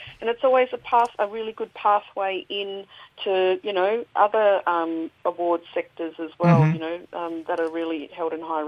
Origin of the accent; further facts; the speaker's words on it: Alice Springs, Northern Territory, Australia; born and bred in Mbantua, Alice Springs, Central Desert.